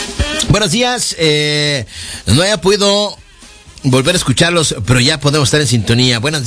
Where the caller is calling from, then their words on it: Salamanca, Guanajuato, Mexico; de Salamanca.